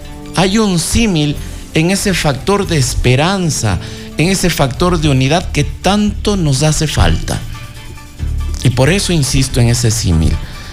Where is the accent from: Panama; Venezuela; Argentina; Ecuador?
Ecuador; Riobamba, Chimborazo; como ecuatorianos, como riobambeños, como chimboracenses